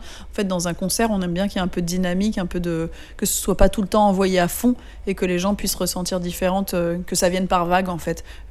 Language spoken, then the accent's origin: French; Paris, Île-de-France, France; mon père est anglais, ma mère est française et je suis née à Paris, j'ai toujours vécu en France.